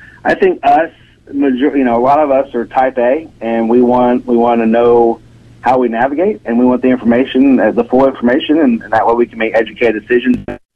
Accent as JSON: {"language": "English", "town": "Lexington", "region": "Kentucky", "country": "United States", "tie": "born or raised there", "said": "I grew up in Lexington, Kentucky, where I played many sports"}